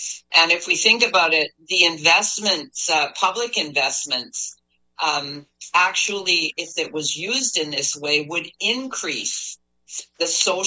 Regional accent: Canada

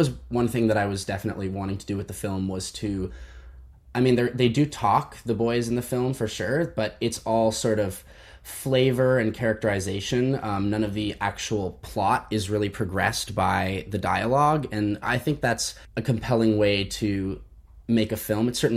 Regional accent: Vancouver, British Columbia, Canada; moved away as an adult; also born or lived in Toronto; Yeah, so I grew up in Vancouver, went to Toronto for film school at Toronto Metropolitan University

